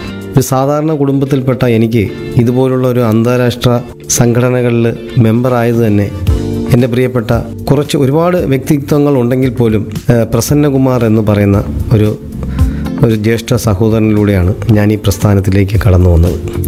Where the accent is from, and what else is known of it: Kollam, Kerala, India; born or raised there